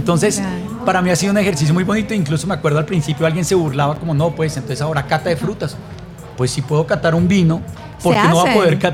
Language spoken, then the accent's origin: Spanish; Colombia; es un gran reto que tenemos como colombianos también